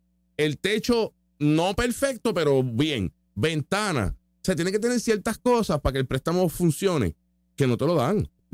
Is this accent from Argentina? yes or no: no; Puerto Rico; ¿Cómo yo evidencio que soy boricua? Porque hablo español.